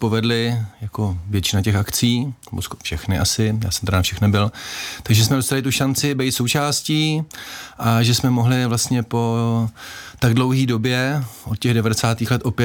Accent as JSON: {"language": "Czech", "town": "Hradec Králové", "region": "Hradec Králové Region", "country": "Czechia", "tie": "born or raised there", "also_born_or_lived": "Hořice", "said": "narodil jsem se v Hořicích, ale vlastně od dětství jsme žili v Hradci Králové"}